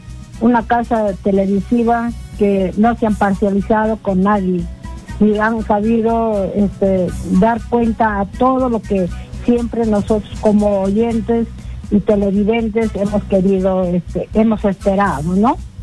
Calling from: Huánuco, Peru; de Huánuco.

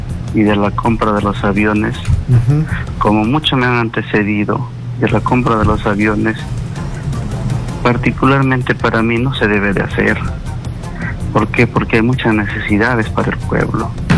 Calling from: Chanchamayo, Junín, Peru; yo me llamo de Chanchamayo.

